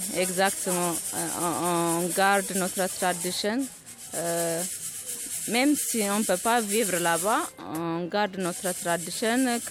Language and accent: French; Ethiopia; moved away; Je suis venue d'Éthiopie, J'habite ici à La Panos.